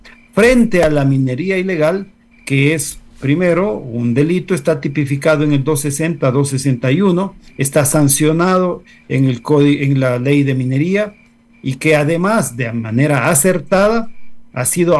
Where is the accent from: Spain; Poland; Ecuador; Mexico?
Ecuador; Cuenca, Azuay; yo soy cuencano